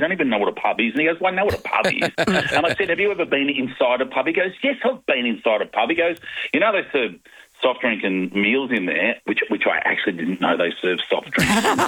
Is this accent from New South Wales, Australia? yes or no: no; Melbourne, Victoria, Australia; Oh, look, just so you know, I'm from Melbourne and I've never heard of Dederang.